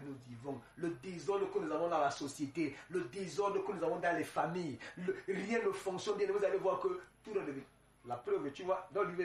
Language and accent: French; Cameroon; je suis Camerounais